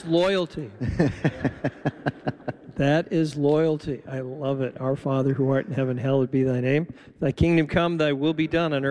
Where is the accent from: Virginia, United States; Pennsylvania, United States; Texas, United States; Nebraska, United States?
Pennsylvania, United States; Pittsburgh; moved away; I lived in Pittsburgh. My hometown, you know, a lot of people are still there